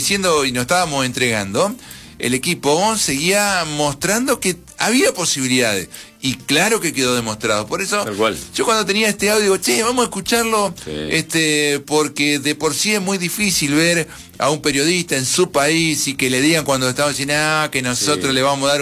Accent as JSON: {"language": "Spanish", "country": "Argentina", "said": "Nosotros somos peleadores."}